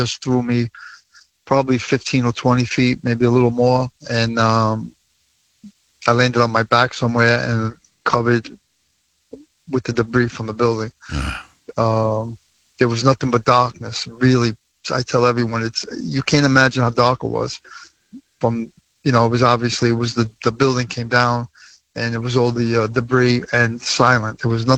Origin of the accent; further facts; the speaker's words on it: Brooklyn, New York, United States; I knew people from my neighborhood growing up in Brooklyn that I worked in the building, in the World Trade Center, stockbrokers, and they perished in the building.